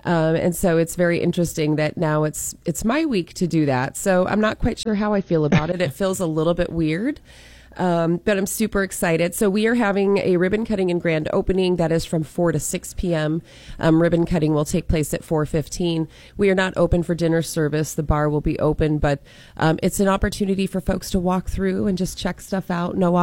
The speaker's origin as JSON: {"language": "English", "region": "Washington", "country": "United States", "said": "Like, I grew up shooting and in archery and hunting, and I mean, I'm from Washington, not Wisconsin"}